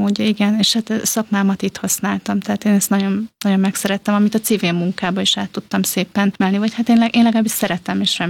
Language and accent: Hungarian; Szeged, Csongrád-Csanád, Hungary; born there; Igen, hát én Szegeden születtem